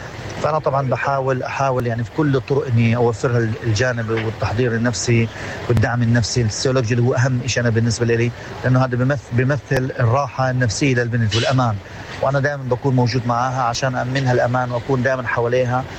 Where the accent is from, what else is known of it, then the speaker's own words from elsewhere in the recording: Palestine; يعني انا باجي من فلسطين بلكي معها في البطوله، هي بتيجي من المانيا نلتقي مع بعض